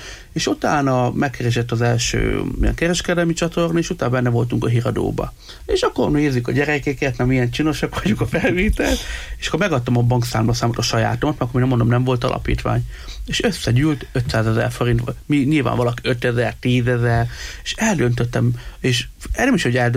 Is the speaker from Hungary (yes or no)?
yes; Miskolc, Borsod-Abaúj-Zemplén, Hungary; És én a Miskolci gyermekvárosban nőttem fel